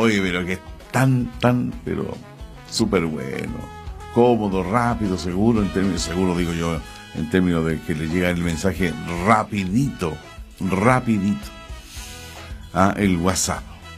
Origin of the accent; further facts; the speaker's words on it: Valparaíso, Chile; now in Viña del Mar, Chile; yo soy del puerto de Valparaíso, hace 5 años que vivo por acá en Santa Inés.